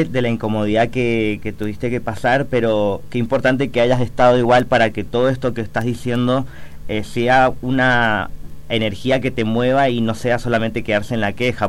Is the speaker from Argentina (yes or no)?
yes; Mendoza, Argentina; somos de Mendoza, obviamente